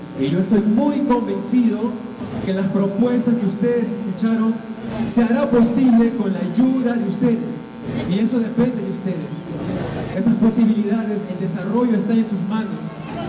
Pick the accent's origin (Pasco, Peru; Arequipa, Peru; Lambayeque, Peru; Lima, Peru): Pasco, Peru; Villa Rica; lo repito frente a mi pueblo, frente a todo el Villarrica